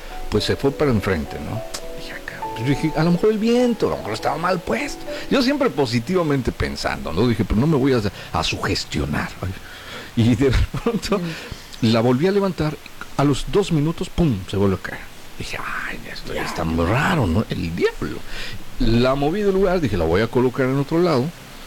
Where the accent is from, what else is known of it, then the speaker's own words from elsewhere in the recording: Tulancingo, Hidalgo, Mexico; now in Poza Rica, Mexico; yo viajé un fin de semana a la ciudad de Tulancingo, de donde soy nativo